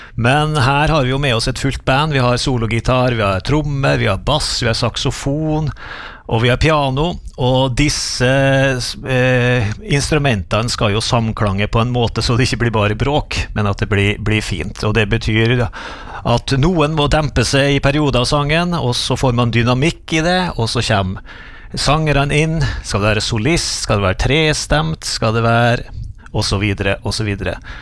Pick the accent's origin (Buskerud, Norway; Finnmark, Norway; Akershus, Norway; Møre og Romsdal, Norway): Møre og Romsdal, Norway; Tingvoll; bedehuset også på Tingvoll, der jeg vokste opp.